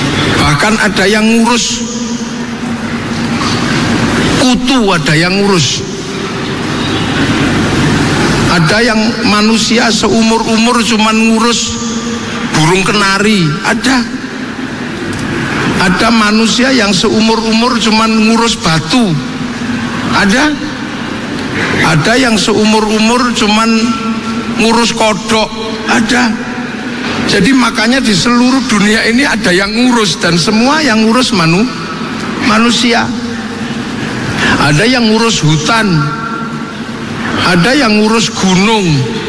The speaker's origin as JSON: {"language": "Indonesian", "town": "Yogyakarta", "region": "Special Region of Yogyakarta", "country": "Indonesia", "said": "Saya juga mau nyampaikan pantun tapi pakai bahasa Jawa karena saya orang Jogja."}